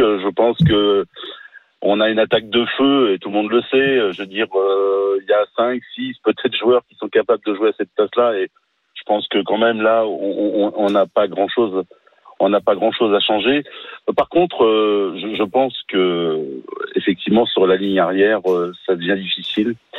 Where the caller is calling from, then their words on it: Aubenas, Auvergne-Rhône-Alpes, France; Je vous appelle d'Aubenas en Ardèche.